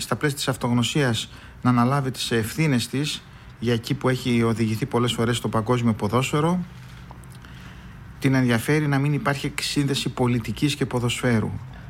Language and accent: Greek; Greece; σαν φίλαθλος του ΠΑΟΚ και σαν Έλληνας που αγαπά την πατρίδα